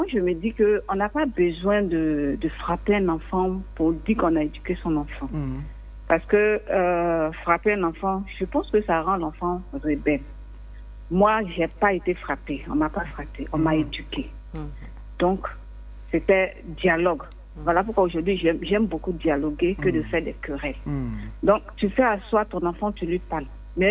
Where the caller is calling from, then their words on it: Abidjan, Côte d’Ivoire; J'appelle de Yopougo.